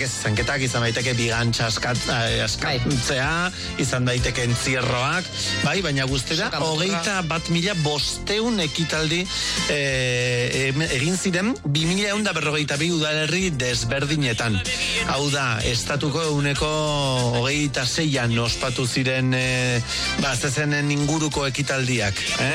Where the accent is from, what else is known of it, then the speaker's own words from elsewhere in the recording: Aoiz, Navarre, Spain; Nire herrian, esate baterako, agoitzen, joan den urtean, ez zituzten egin